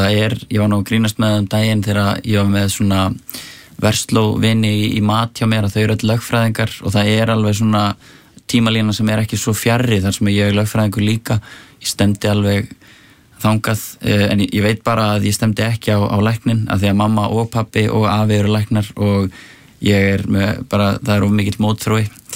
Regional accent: Árbær, Capital Region, Iceland; born or raised there

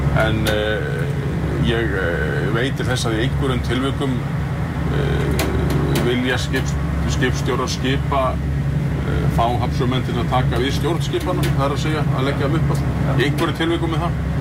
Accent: Grindavík, Southern Peninsula, Iceland; Ég kem úr Grindavík hérna, og býð þar

